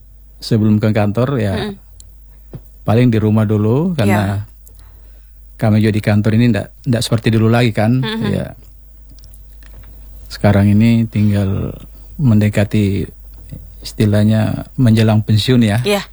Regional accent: Southeast Sulawesi, Indonesia; Jadi, kami besar di Sulawesi Tenggara.

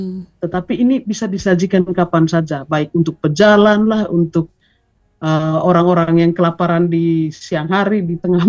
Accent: East Nusa Tenggara, Indonesia; ya memang ini makanan pokok kita orang NTT

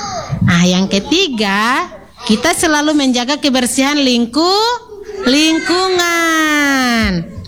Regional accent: Indonesia

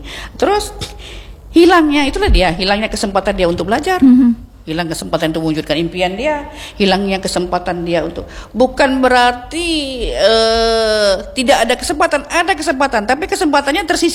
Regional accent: Aceh, Indonesia; Ngurusin suami, suami harus kita siapin, apalagi kita Aceh.

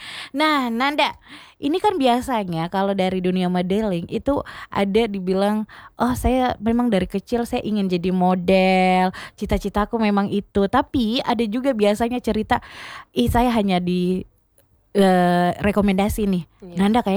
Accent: Southeast Sulawesi, Indonesia; saya warga Muna Barat, Desa Kasimpajaya, Tisel.

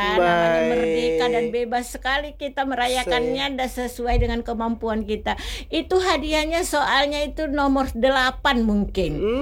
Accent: South Sulawesi, Indonesia; born there; now in Tanjung Pinang, Indonesia; kalau orang kita Bugis itu saya juga lihat perkembangannya di kampung saya sendiri

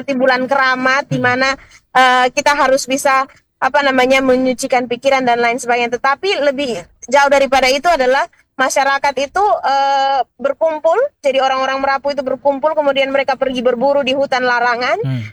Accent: Waikabubak, East Nusa Tenggara, Indonesia; Kebetulan saya lahir dan besar di Waikabubak

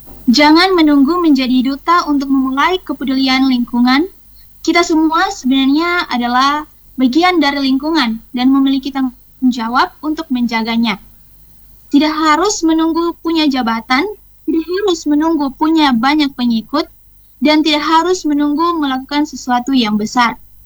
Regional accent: North Sulawesi, Indonesia

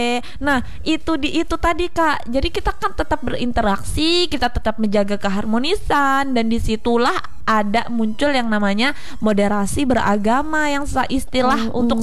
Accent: Java, Indonesia; aku juga pendatang. Aku dari Jawa, Kak Olip dari Sumatera. Jadi kita tuh kayak sangat-sangat beragam di Kalimantan Tengah ini, Kak Olip.

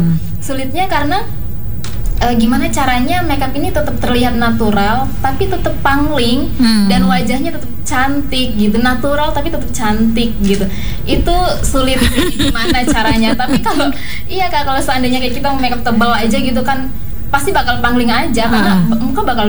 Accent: Kobisonta, Maluku, Indonesia; now in Fakfak, Indonesia; saya kan dulu masih di sana tuh, masih di Kobisonta di kampung saya.

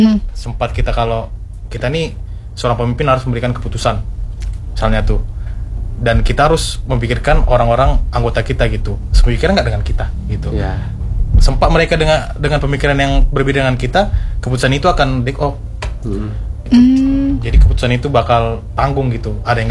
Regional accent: Medan, North Sumatra, Indonesia; Sedangkan kami dari Medan aja belum

